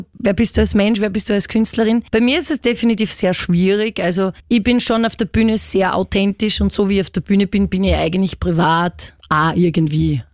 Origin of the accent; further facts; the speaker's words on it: Styria, Austria; accent: Styrian dialect; Ich bin Singer-Songwriterin aus der Steiermark und ich mache seit 3 Jahren jetzt Musik und bringe Dialekt-Songs raus. Also, ich singe in meinem Dialekt, so wie ich heute rede.